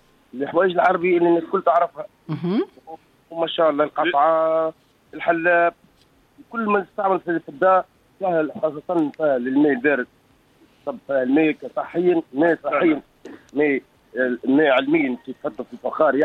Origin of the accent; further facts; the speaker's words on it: Moknine, Monastir Governorate, Tunisia; مرحبا بكم في بلادنا وفي حومتنا في حومة قلالات عاصمة الفخار.